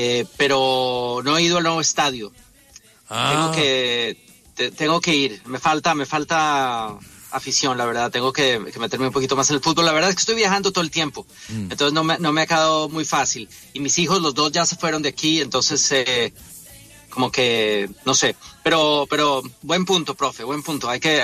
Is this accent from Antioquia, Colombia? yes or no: no; Bogotá, Colombia; now in Miami, United States; soy bastante cachaco.